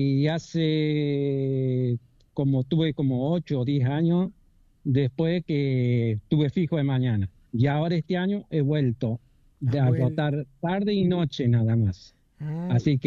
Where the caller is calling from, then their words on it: Justo Daract, San Luis, Argentina; soy puntano de acá.